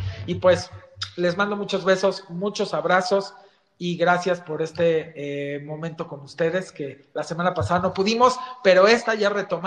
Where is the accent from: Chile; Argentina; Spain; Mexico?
Mexico; yo estoy en México, orgullosamente vivo en México, y no me iré a ningún otro lado hasta el último día de mi vida porque amo este país